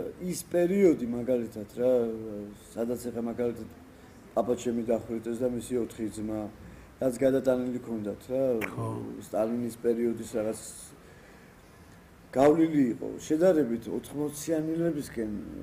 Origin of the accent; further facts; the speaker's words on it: Tbilisi, Georgia; born there; მე აქვე რა რუსთავის 54 ნომერში, აი ესეთივე მეორე სართულზე